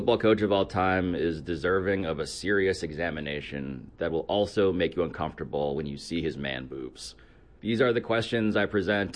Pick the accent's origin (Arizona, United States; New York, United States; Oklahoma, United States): New York, United States; New York City; I mean, I grew up in Murray Hill in Manhattan, which used to be a place where consultants did not go to vomit recreationally.